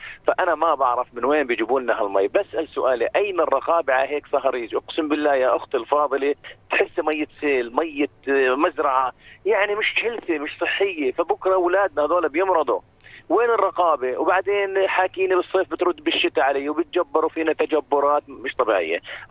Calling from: Zarqa, Zarqa Governorate, Jordan; أنا بحكي مدينة الزرقاء

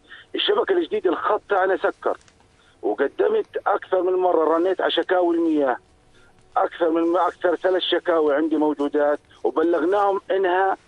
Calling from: Kufranja, Ajloun Governorate, Jordan; من عجلون كفرنجي يا سيدي.

